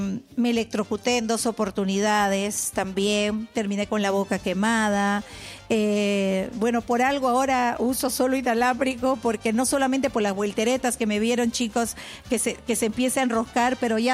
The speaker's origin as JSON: {"language": "Spanish", "town": "Flor de Punga", "region": "Loreto", "country": "Peru", "tie": "born there", "also_born_or_lived": "Iquitos / Lima", "moved": "yes", "said": "yo he vivido solo 6 años en Iquitos. Yo he vivido más en mi pueblo, en Flor de Punga, que está a 2 días y medio en lancha y a 16 horas en rápido. Y 9 meses en el pueblo y 3 meses aquí en Lima."}